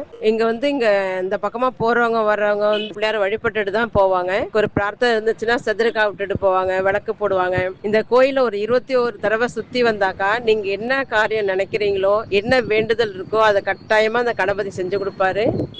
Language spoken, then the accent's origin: Tamil; Thiruvarur, Tamil Nadu, India; நான் திருவாரூர் தான்.